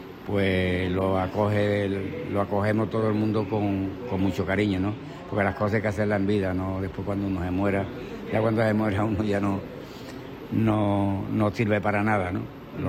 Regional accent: San Fernando, Andalusia, Spain; now in Algeciras, Spain; la verdad que es mi pueblo, lo llevo siempre por bandera, aunque yo vivo en Algeciras, pero no tiene nada que ver para sentirme cañahí hasta la médula, ¿no? Y no tengo que decir que soy de aquí o de allí, sino cañahía, isleño puro.

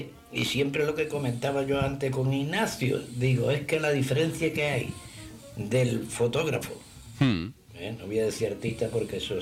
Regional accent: Cádiz, Andalusia, Spain

